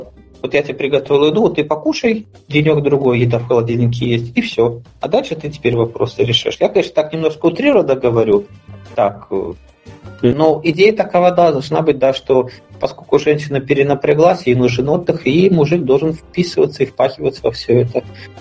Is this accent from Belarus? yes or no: yes; Belarus; Я из Беларуси